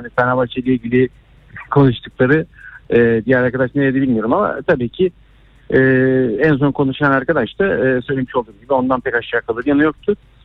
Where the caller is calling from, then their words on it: Istanbul, Turkey; ben İstanbul'dan, Fenerbahçeliyim.